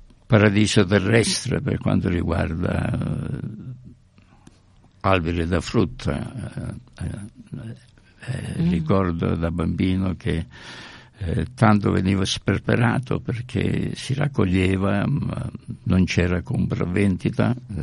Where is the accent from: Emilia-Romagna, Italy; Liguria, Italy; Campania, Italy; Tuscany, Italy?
Campania, Italy; Montefredane; moved away; Io sono nato in Italia